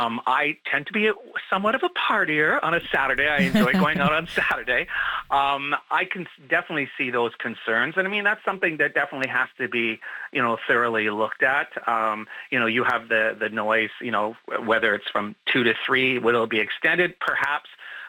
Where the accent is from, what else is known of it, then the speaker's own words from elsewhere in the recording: Winnipeg, Manitoba, Canada; now in Toronto, Canada; you know, I'm originally from Winnipeg, so I always look at Toronto as the major hub of everything, you know, progressive.